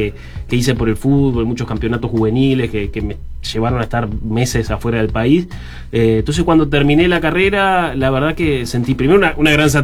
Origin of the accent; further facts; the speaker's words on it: Uruguay; como todo uruguayo, muy apasionado del deporte.